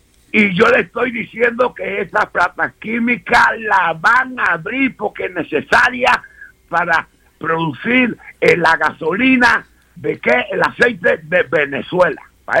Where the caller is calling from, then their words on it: St. Croix, U.S. Virgin Islands; Nosotros somos parte de los Estados Unidos porque fuimos comprados. No podemos votar.